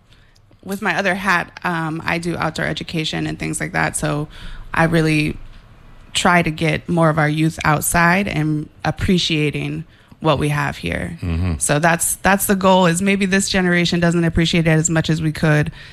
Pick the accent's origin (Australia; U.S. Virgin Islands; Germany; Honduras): U.S. Virgin Islands; Frederiksted, St. Croix; And I'm from West, so that's my stomping ground.